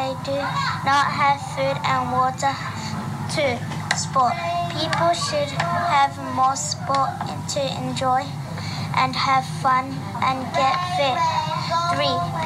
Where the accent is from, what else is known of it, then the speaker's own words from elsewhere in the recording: Somalia; also born or lived in Australia; I am from Somalia but I was born in Australia.